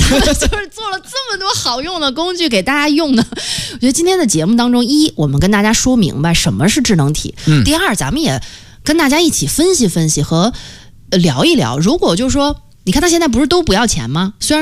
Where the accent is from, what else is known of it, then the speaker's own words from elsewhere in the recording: China; 我中国人